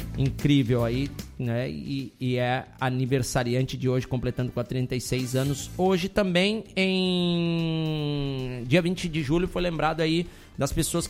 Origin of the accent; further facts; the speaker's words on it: Rio Grande do Sul, Brazil; lá perto da minha cidade natal